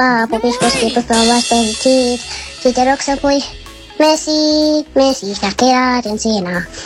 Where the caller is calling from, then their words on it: Plopu, Romania; din Plopu, am 6 ani